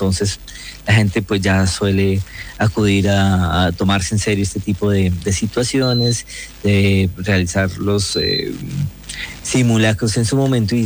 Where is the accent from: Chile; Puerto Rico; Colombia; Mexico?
Colombia; Entonces eso como colombiano nos tiene muy satisfechos en medio de la gran dificultad